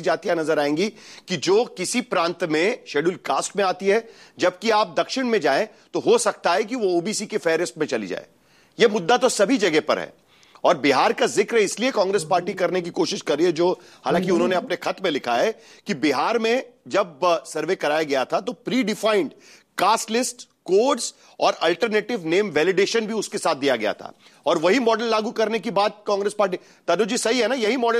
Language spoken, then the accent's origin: Hindi; Maharashtra, India; मैं महाराष्ट्र से आता हूं